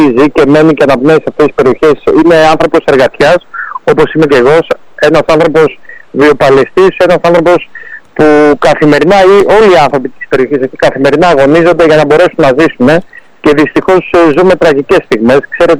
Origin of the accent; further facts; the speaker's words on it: Peloponnese, Greece; Η καταγωγή μου είναι από την Αρκαδία, από τη Θησαρέα.